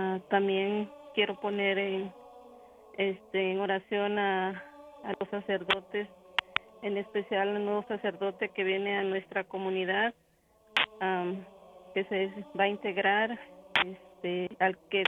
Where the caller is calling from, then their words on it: Mexico; Nosotros como mexicanos sabemos esa situación